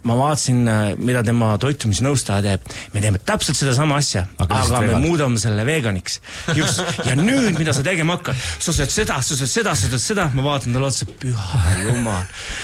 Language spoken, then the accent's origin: Estonian; Kilingi-Nõmme, Pärnu County, Estonia; born there; sest et mina sündisin Kilingi-Nõmmes. Tihemetsa meil hästi lähedal